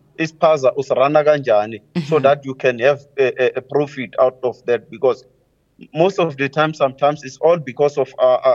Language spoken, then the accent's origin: English; South Africa